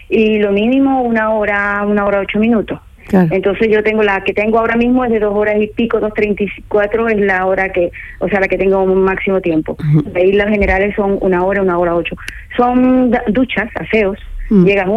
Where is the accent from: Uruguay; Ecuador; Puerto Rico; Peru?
Ecuador; now in Spain; Yo soy ecuatoriana, nacida en Ecuador. Y llevo aquí desde el 2003 en España.